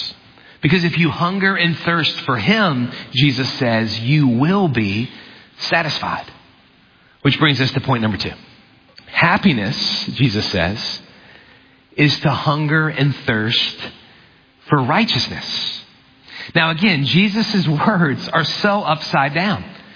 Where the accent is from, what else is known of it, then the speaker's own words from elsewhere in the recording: New Orleans, Louisiana, United States; I grew up in the New Orleans area.